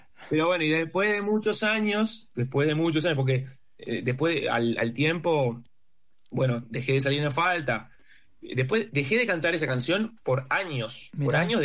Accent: Salto, Uruguay; moved away; Hay un carnaval en la ciudad de Salto, donde yo nací, que es muy conocido, o sea, es como bastante famoso

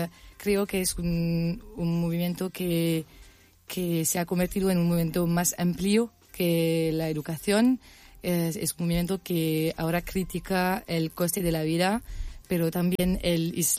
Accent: France; Spanish is a second language; now in Argentina; ¿Diferente de Francia?

